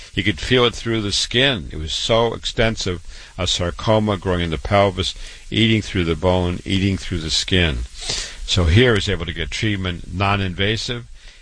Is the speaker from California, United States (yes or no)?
no; Waterloo, Iowa, United States; born or raised there; now in New York, United States